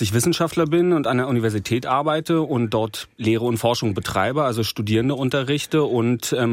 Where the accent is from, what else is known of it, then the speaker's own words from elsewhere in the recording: Berlin, Germany; Ich bin in Berlin aufgewachsen, im Westteil der Stadt damals noch und da auch zur Schule gegangen.